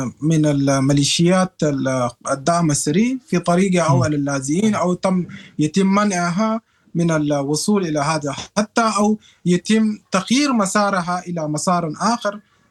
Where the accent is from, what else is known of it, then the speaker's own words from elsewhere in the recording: Sudan; now in Germany; وأنا سوداني يعني أعرف لغتهم تماما